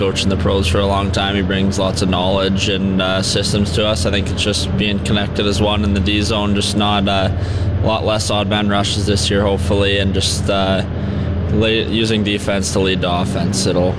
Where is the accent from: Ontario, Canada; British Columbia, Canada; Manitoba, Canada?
British Columbia, Canada; moved away; getting to play in my hometown